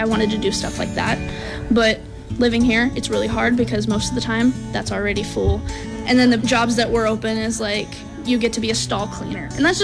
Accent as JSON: {"language": "English", "town": "Midland", "region": "Texas", "country": "United States", "tie": "born or raised there", "said": "Growing up in Midland, I definitely got to see the differences of the oil and gas industry and the Western horse cattle industry."}